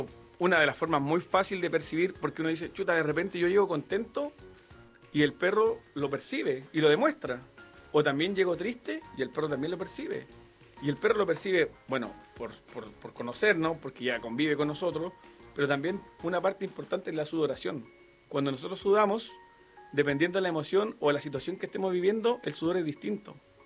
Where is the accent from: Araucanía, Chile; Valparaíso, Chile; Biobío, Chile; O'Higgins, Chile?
Araucanía, Chile; Cunco; Yo soy oriundo de Temuco, de un sector que se llama Cunco, que es a la cordillera de Temuco. Nacido y criado en el campo, como se dice.